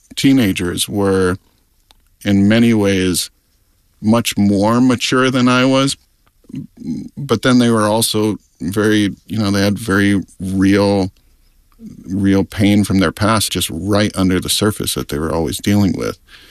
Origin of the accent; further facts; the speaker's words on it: Hawaii, United States; I grew up on Maui. I didn't realize how sheltered I was until I was working at that group home.